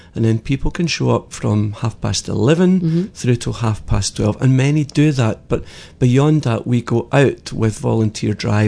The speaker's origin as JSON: {"language": "English", "town": "Glasgow", "region": "Scotland", "country": "United Kingdom", "tie": "born or raised there", "moved": "as an adult", "lives_now": "Bermuda", "said": "I'm born and bred in Glasgow, in Scotland."}